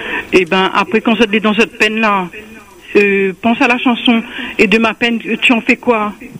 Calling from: Saint-Louis, Réunion; moi, je suis de Saint-Louis

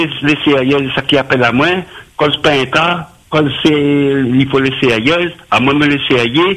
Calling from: Saint-Benoît, Réunion; Saint-Benoît. J'habite de la Réunion, même Saint-Benoît.

